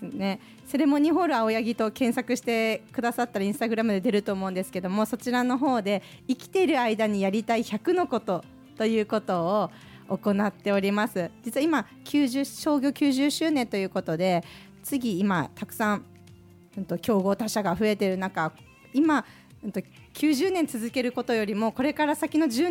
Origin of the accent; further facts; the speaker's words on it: Sapporo, Hokkaido, Japan; 出身はですね、はい、札幌市東区になります。もう生まれも育ちも全部東区です。